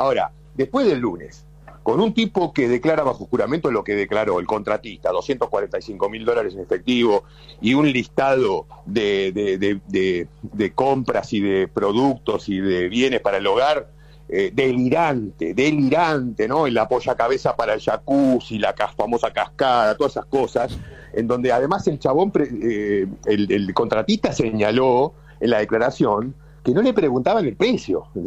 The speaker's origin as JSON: {"language": "Spanish", "country": "Argentina", "said": "como ciudadano argentino, la verdad que me da tristeza que sea nuestro presidente un tipo tan desequilibrado"}